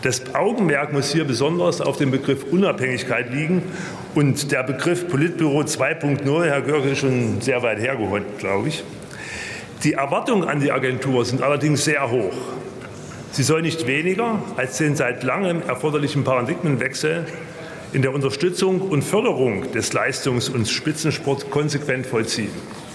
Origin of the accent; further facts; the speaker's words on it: Leipzig, Saxony, Germany; Und als stolzer Leipziger unterstütze ich dieses Vorhaben selbstverständlich aus tiefstem Herzen.